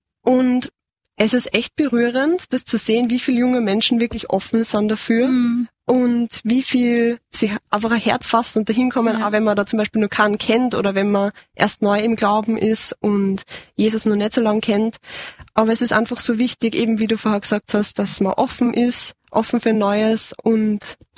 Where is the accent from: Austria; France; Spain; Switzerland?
Austria; Lower Austria; moved away as an adult; now in Vienna, Austria; Wir sind beide aus der Nähe von Wieselburg.